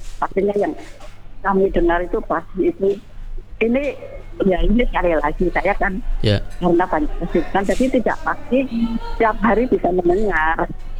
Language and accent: Indonesian; Entikong, West Kalimantan, Indonesia; Sebelum sanggol lah pastinya kan kami dari Entikong ya Bang ya.